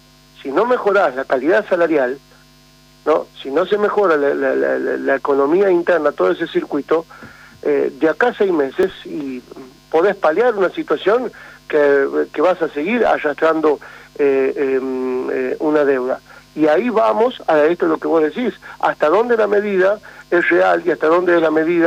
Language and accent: Spanish; La Rioja, Argentina; los riojanos, hablo como riojano, digamos